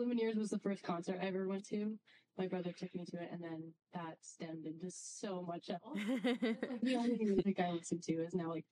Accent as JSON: {"language": "English", "town": "Prince George", "region": "British Columbia", "country": "Canada", "tie": "born or raised there", "said": "I have lived here my whole life. I moved away for 1 year in grade 7 for some reason, but I've lived here my whole life."}